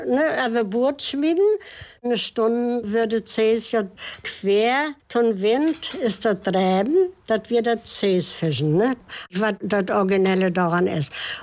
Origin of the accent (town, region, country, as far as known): Seedorf, Mecklenburg-Vorpommern, Germany; born there